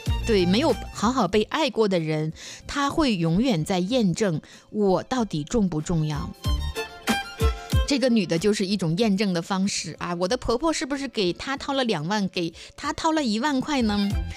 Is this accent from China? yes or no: yes; China